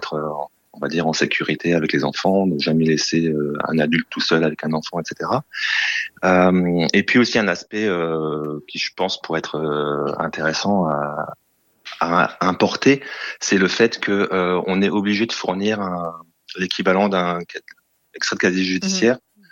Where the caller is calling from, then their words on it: Ontario, Canada; Moi, j'habite au Canada, je suis en Ontario